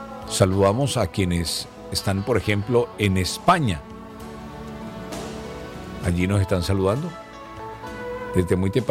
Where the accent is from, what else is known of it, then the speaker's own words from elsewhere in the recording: Caribbean Region, Colombia; born there; nosotros que nacimos en el Caribe colombiano somos recontra cheveritos.